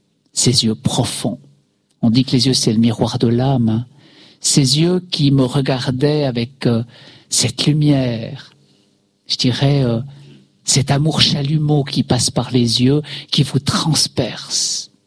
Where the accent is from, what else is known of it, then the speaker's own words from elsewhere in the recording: Switzerland; Chez nous en Suisse